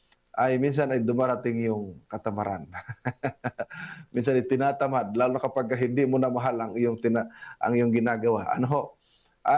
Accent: Visayas, Philippines; doon sa amin sa Bisaya

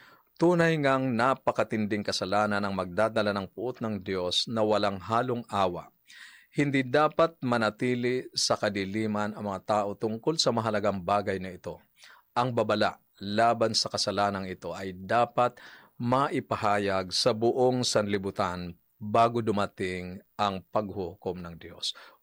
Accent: Quezon, Calabarzon, Philippines; Ako po ay taga Quezon at doon sa amin ay uso ang lambanog.

